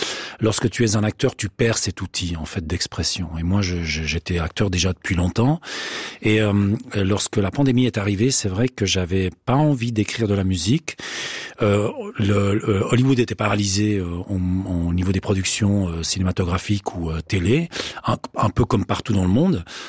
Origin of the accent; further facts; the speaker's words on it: Renens, Vaud, Switzerland; c'est juste parce que j'ai grandi à Renaud apprenant en tant que fils d'immigré